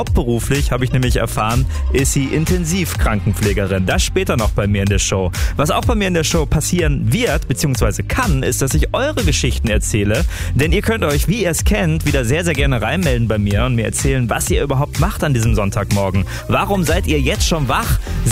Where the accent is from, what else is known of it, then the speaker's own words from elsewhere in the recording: Bielefeld, North Rhine-Westphalia, Germany; Ich spiele euch jetzt Musik aus meiner Heimatstadt Bielefeld.